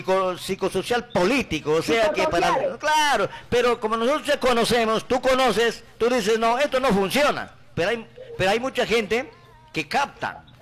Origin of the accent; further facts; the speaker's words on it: Aguaytía, Ucayali, Peru; tengo que hacer recordar a mi pueblo, porque estimo mi Aguaití, estimo mi ciudad